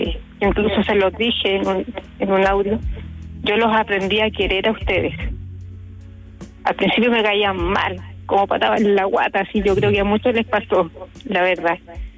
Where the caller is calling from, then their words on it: San Ramón, Santiago Metropolitan Region, Chile; desde San Ramón.